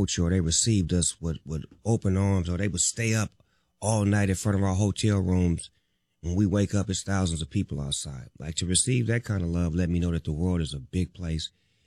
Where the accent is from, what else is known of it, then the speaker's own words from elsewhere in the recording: Long Beach, California, United States; I was afraid in the beginning because I'm so local. I'm from Long Beach and Willie knew Long Beach.